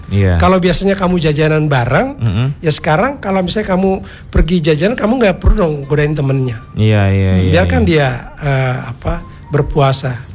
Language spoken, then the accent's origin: Indonesian; Flores, East Nusa Tenggara, Indonesia; moved away as an adult; now in Lampung, Indonesia; saya asli Flores ya. Saya 28 tahun di Lampung.